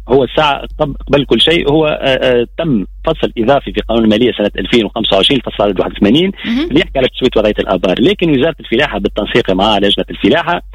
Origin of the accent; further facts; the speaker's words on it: southern Tunisia, Tunisia; احنا عندنا في الجنوب